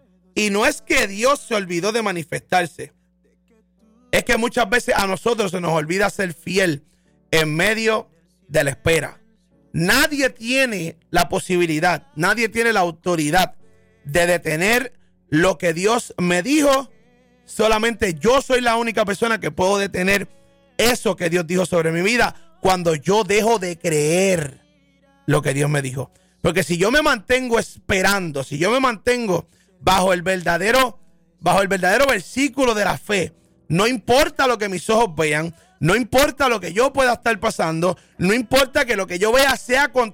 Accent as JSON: {"language": "Spanish", "country": "Puerto Rico", "said": "como puertorriqueños, como boricua que somos"}